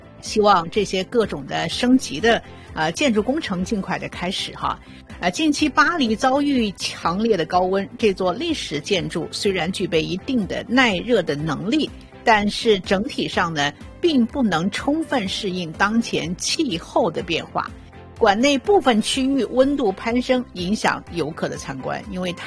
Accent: China; 我们中国人

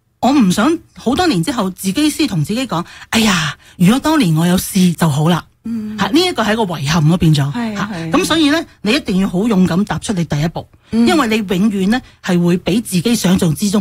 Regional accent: Hong Kong; 因为香港土生土长，真系我屋企咯。

